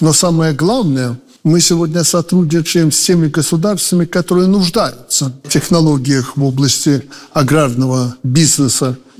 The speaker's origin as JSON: {"language": "Russian", "country": "Belarus", "said": "мы, белорусы"}